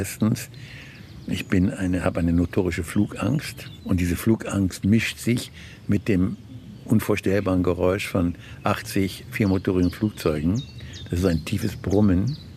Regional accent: Bremen, Germany; now in Berlin, Germany; ich bin in der Kirchbachstraße aufgewachsen und anschließend ist das Stadtviertel Haßstedt.

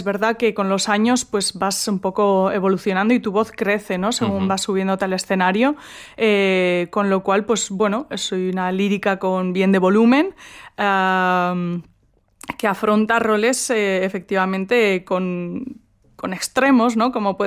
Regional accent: Basque Country, Spain; Hombre, como buena vasca me gusta la gastronomía.

